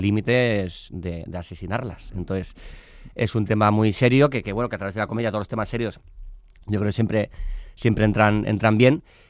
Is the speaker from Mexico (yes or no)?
no; Basque Country, Spain; rodamos de noche casi todo, y yo soy muy friolero, soy vasco, sí, todo el mundo todo el rodaje, ¡ay, qué frío! Pero si eres vasco, si eres del norte, que soy tan vasco como friolero